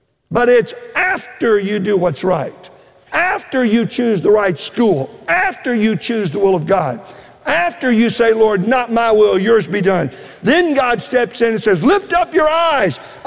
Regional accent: Texas, United States; I love football. I grew up in Texas. You get a football in your crib, you know.

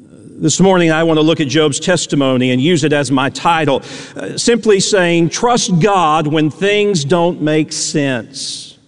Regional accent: Tennessee, United States; I was raised in East Tennessee.

